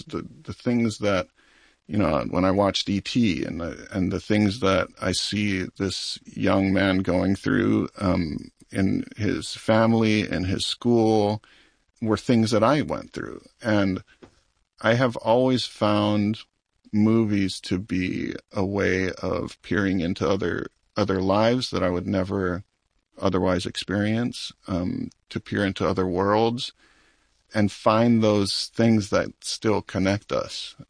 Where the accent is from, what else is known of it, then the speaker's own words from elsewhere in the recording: Hawaii, United States; I grew up on Maui, a small island in the middle of the Pacific Ocean